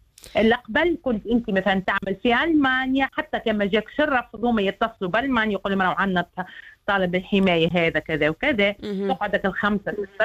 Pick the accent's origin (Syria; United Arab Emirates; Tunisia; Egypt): Tunisia; وانا اقولها كتونسية